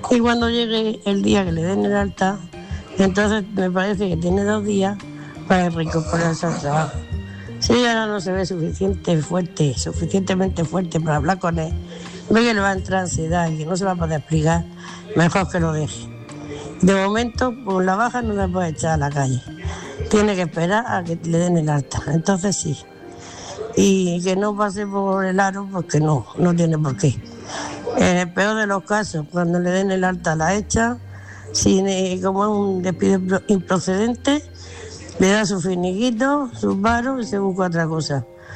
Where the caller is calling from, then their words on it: Murcia, Region of Murcia, Spain; Buenas noches, Álvaro, oyente corresponsal. … de Murcia